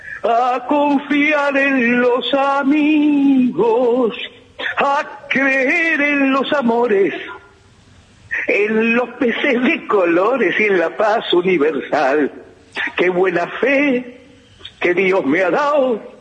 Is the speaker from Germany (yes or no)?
no; Buenos Aires, Argentina; Yo nací en Avellaneda 373, en el Sanatorio del Carmen, donde hoy hay un hotel.